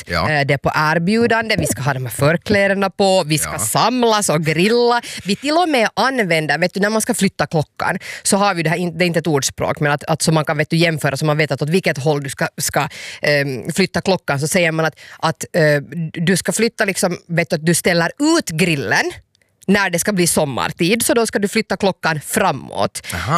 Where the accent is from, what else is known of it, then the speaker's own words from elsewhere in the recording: Finland; Och vi är ju finnar, så vi älskar ju att veta vad grillen ska vara.